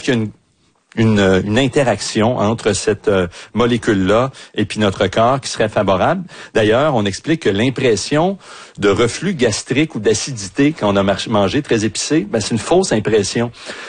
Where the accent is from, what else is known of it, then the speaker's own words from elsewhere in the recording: Saint-Jérôme, Quebec, Canada; Ben oui, c'est ma ville natale.